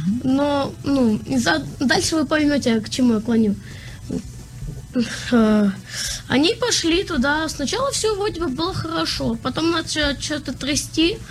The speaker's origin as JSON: {"language": "Russian", "town": "Kohtla-Järve", "region": "Ida-Viru County", "country": "Estonia", "also_born_or_lived": "Narva", "said": "мне 10 лет, я из Эстонии, из города Кохлоярве."}